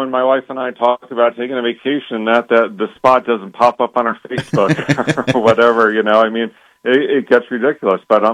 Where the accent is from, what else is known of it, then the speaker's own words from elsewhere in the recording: United States; You know, I'm an American. I'm by nature optimistic.